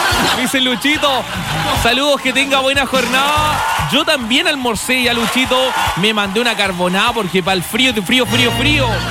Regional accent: Valdivia, Los Ríos, Chile; Sí, yo soy valdiviano, amigo. Soy de Valdivia. Valdiviano.

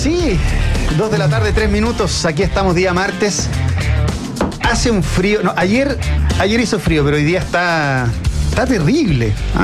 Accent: Osorno, Los Lagos, Chile; Sí. Yo soy sureño. Yo soy de Osorno.

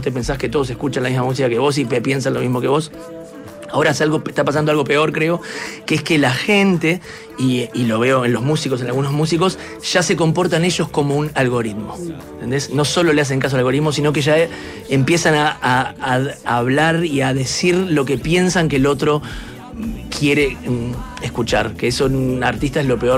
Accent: Uruguay; uruguayos somos pocos, pero estamos en todas partes y medio nos conocemos todos.

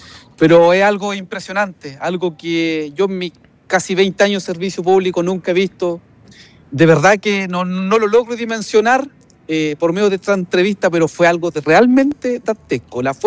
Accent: Chile; yo se lo digo ya no como alcalde, como vecino, como chileno común y corriente, yo no sé qué pasó.

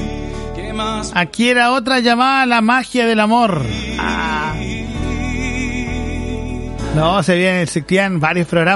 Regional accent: Río Negro, Los Lagos, Chile; now in Los Ángeles, Chile; allá donde crecí yo, en Río Negro

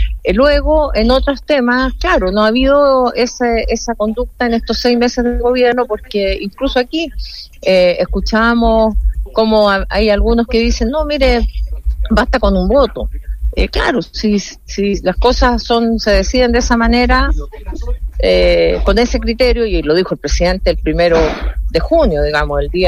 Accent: Chile; eso, por supuesto, es algo que nos tiene que preocupar como chilenos

